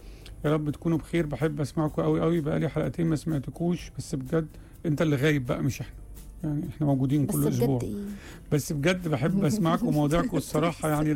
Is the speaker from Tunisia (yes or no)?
yes; Tunisia; السلام عليكم،